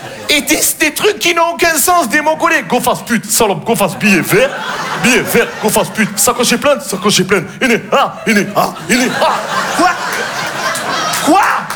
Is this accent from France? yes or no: yes; Marseille, Provence-Alpes-Côte d'Azur, France; chez nous, à Marseille, la ceinture, ça ne sert à rien